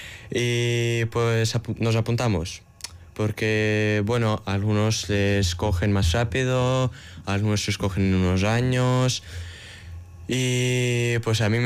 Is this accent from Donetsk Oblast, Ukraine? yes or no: no; Kyiv Oblast, Ukraine; Spanish is a second language; Vale, pues para mí, a ver, ha sido como que, bueno, hemos ido de mi pueblo a Boryspil, que es otra ciudad